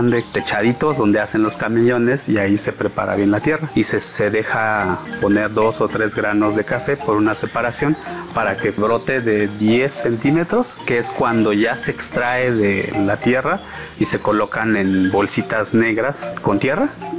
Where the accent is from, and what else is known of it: Tanetze de Zaragoza, Oaxaca, Mexico